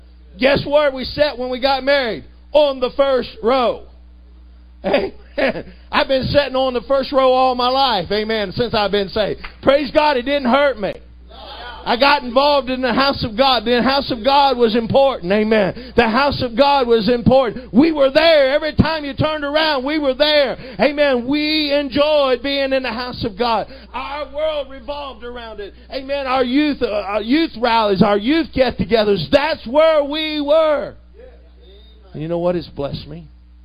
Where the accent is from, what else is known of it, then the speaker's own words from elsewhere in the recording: Virginia, United States; I'm from Virginia, and if you know anything about Virginia boys, we've been taught if you don't tithe, amen, you ain't even saved.